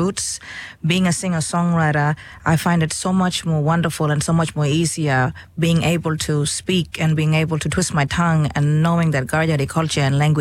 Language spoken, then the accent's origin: English; Halls Creek, Western Australia, Australia; because I grew up in Halls Creek, but I'd always go back home to Bidjerenga and to Block and Mijimol Maya